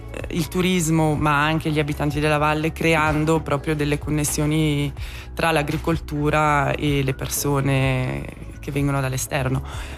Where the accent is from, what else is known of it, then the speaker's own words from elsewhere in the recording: Val Calanca, Graubünden, Switzerland; also born or lived in French-speaking Switzerland; io sono tornata, sono cresciuta in Val Calanca, sì. Ma sono tornata poi nel 2012, ero partita per 10 anni in Svizzera francese